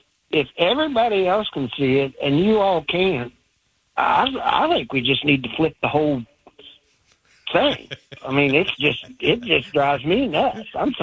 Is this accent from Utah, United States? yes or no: no; Ohio, United States; I grew up out here in Highland County, and I'm 60 years old